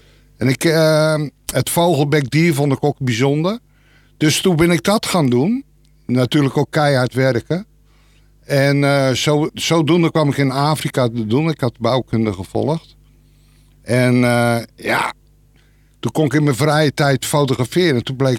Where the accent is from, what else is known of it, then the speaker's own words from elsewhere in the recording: Hooglanderveen, Utrecht, Netherlands; born there; geboren in Hooglanderveen. Ik kom uit een gezin van 7 kinderen, als oudste.